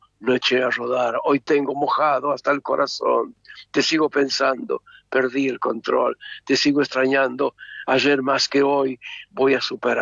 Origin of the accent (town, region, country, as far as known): Argentina